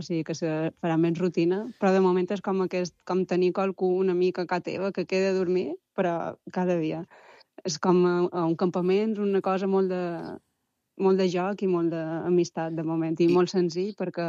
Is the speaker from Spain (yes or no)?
yes; Bunyola, Balearic Islands, Spain; nosaltres som de Bunyola